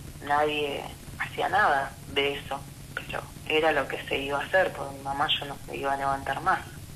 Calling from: Chascomús, Buenos Aires Province, Argentina; yo vivo en Chascomús

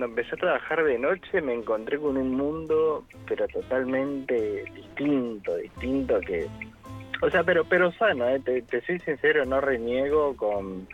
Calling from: Pilar, Buenos Aires Province, Argentina; Yo vivo en Pilar, como te dije más de una vez, pero vengo a trabajar acá a Capital.

